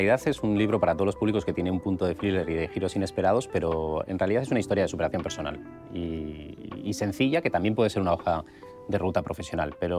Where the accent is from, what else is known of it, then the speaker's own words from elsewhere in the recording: Spain; como ciudadano pues observo lo que pasa en mi país y a mí España me apasiona.